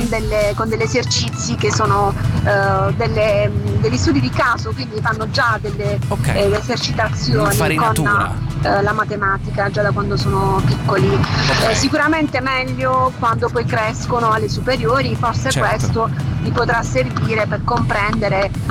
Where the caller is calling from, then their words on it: Matera, Basilicata, Italy; Ciao. Siamo da Matera, la prof che insegna storia dell'arte alle scuole superiori.